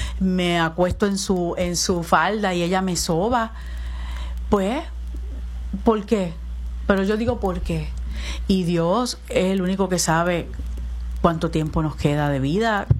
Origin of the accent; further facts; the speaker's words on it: Las Piedras, Puerto Rico; also born or lived in Humacao; Soy de Las Piedras. Yo vivo en Las Piedras. Nací en Humacao, pero vivo en Las Piedras.